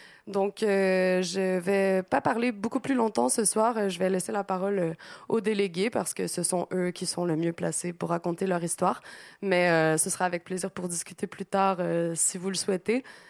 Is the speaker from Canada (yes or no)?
yes; Quebec, Canada; moved away as an adult; now in Paris, France; je suivais à distance du Québec parce que je suis originaire du Québec. Donc, quand je suis arrivée à Paris